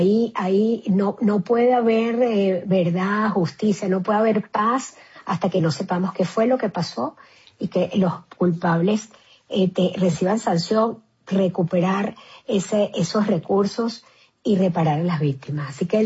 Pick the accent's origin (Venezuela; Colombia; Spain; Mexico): Venezuela; hacemos los venezolanos en todos los espacios donde vivimos